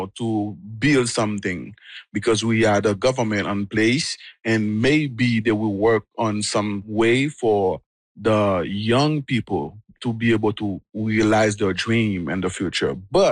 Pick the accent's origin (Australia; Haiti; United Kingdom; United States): Haiti; Port-au-Prince, Ouest; moved away as an adult; I was born in Port-au-Prince. My whole life was in Port-au-Prince. So I know nowhere else besides Port-au-Prince.